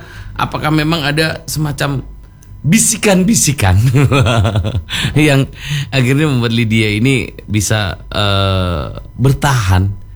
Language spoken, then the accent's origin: Indonesian; Bojonegoro, East Java, Indonesia; Saya orang Bojonegoro kebetulan.